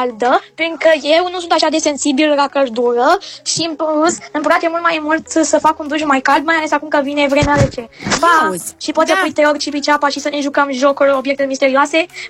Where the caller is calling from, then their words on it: Bucharest, Romania; din București și am 9 ani